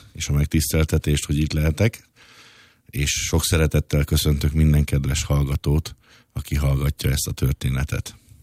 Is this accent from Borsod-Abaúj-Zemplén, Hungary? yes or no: no; Sülysáp, Pest, Hungary; 1976-ban születtem, és vidéken, Kelet-Pest megyében, Sűjsápon nevelkedtem fel, egy nagyon szép kertes házas környezetben, egy erdő alatti dombvidéken, és egy nagy családban